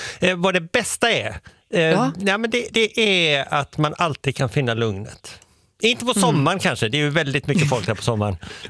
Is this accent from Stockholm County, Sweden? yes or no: no; Marstrand, Västra Götaland County, Sweden; jag är uppvuxen i Marstrand och när man åker över Instöbron då vet jag många som inte är uppväxta där det är liksom hela lugn då åker du upp en liten bit och så har du havet och så har du bergen och så har du graniten